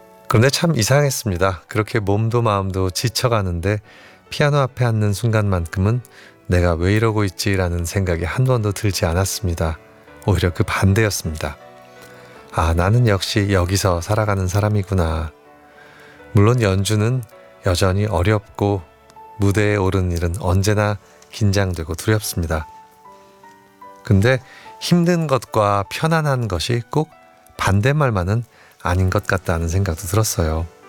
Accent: South Korea; also born or lived in Vienna, Austria; 그런데 거의 20년의 유럽 생활을 마치고 한국으로 돌아오니 이번에는 빈이 그리워졌습니다.

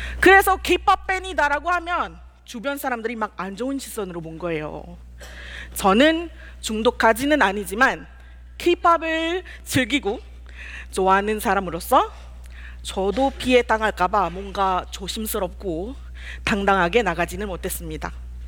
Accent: Malaysia; Korean is a second language

